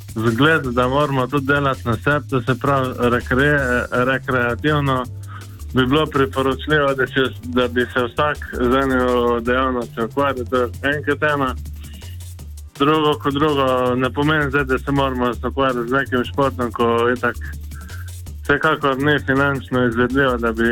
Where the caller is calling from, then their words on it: Laško, Savinja, Slovenia; Ne, Laško, ne Ljubljana.